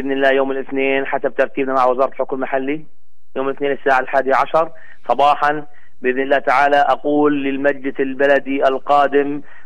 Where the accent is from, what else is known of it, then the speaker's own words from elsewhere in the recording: Al-Ubeidiya, Bethlehem Governorate, Palestine; أبناء بلدتي العزيزين الغاليين علينا